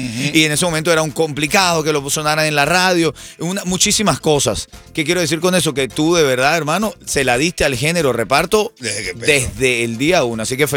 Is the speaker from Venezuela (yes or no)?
yes; Venezuela; Acuérdate que yo soy venezolano graduado en esta universidad.